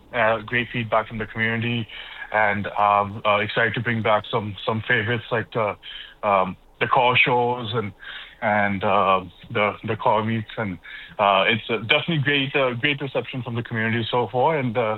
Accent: Edmonton, Alberta, Canada; moved away as an adult; also born or lived in Moncton; now in Newfoundland, Canada; So in Edmonton, Alberta, I was born and brought up there. I was there until the age of 25. What brought me out east, and originally I landed in Moncton, New Brunswick

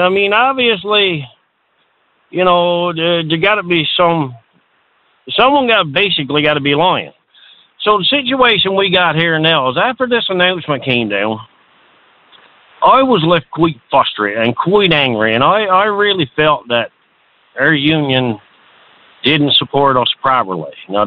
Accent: Port Saunders, Newfoundland and Labrador, Canada

